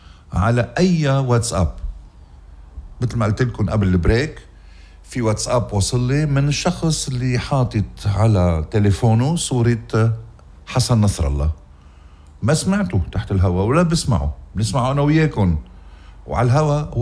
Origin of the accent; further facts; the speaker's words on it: Lebanon; وطننا لبنان